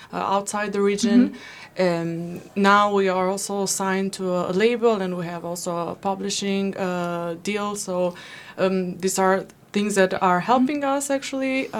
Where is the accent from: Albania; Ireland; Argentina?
Albania; We're both from Albania.